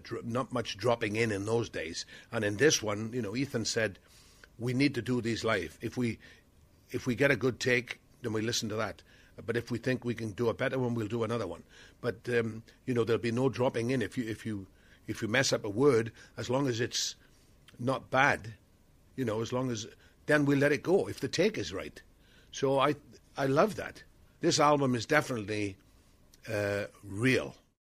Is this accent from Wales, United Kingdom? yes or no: yes; Wales, United Kingdom; born or raised there